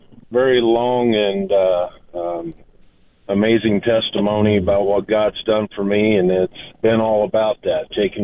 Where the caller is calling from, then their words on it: Rushville, Nebraska, United States; from Rushville, Nebraska.